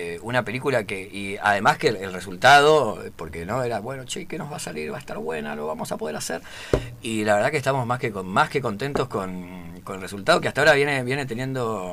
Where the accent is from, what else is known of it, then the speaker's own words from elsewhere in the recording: Buenos Aires Province, Argentina; Yo me vine de la provincia de Buenos Aires, así que a ustedes no les cuesta nada.